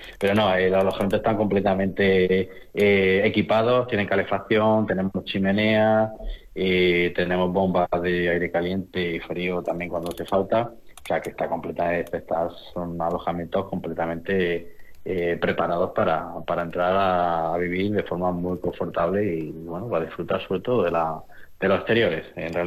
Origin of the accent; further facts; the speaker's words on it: Galera, Andalusia, Spain; para los que somos de Galera